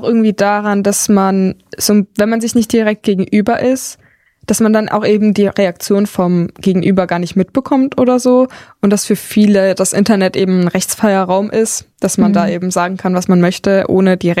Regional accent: Baden-Württemberg, Germany; Ich bin nämlich tatsächlich in der Nähe von Stuttgart auch aufgewachsen.

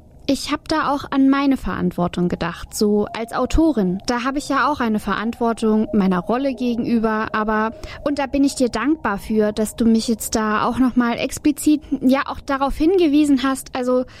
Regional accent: Thuringia, Germany; Die Welt steht nimmer lang. Bin auch aus Thüringen, aber von Hunden habe ich noch nichts gehört.

